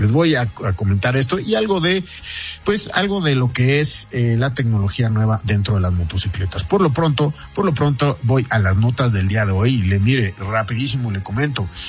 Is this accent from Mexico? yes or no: yes; Mexico